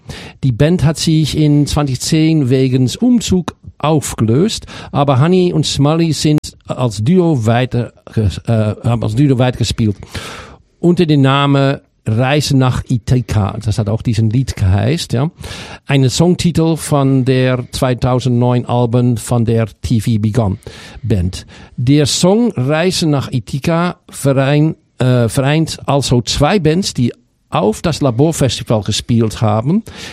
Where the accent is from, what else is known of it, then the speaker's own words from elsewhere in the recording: Amsterdam, North Holland, Netherlands; German is a second language; Ich bin aus Amsterdam